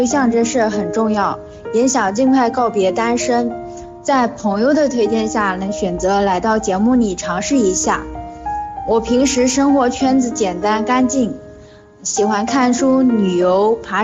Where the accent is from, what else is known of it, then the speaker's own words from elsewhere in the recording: Nanjing, Jiangsu, China; 我是南京本地人，目前从事财务方面的工作。